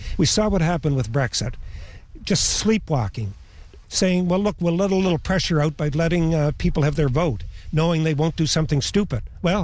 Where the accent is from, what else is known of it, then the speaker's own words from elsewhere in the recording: Canada; I feel incredibly proud of my country.